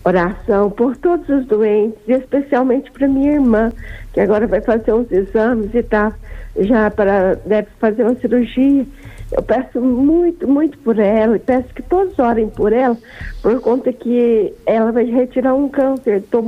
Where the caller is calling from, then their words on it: Itaúna, Minas Gerais, Brazil; Eu sou de Itaúna e trabalho em Carmo-Cajuru.